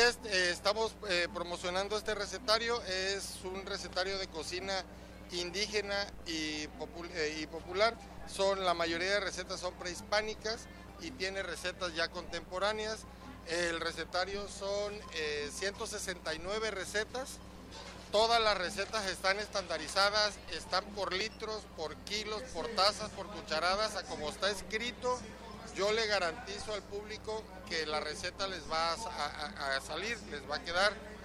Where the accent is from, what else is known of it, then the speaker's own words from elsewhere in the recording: Comalcalco, Tabasco, Mexico; Mi madre es cocinera tradicional de Comalcalco, Tabasco, somos de Comalcalco.